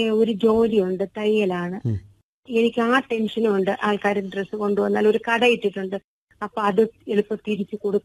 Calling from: Karamana, Kerala, India; ഞാൻ കരമനയിൽ നിന്നാണ് വിളിക്കുന്നത്.

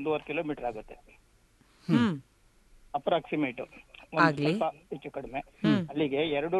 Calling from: Pandavapura, Karnataka, India; Pandavapura.

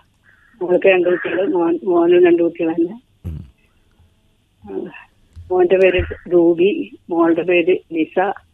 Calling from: Kodungallur, Kerala, India; കൊടുങ്ങല്ലേരി.

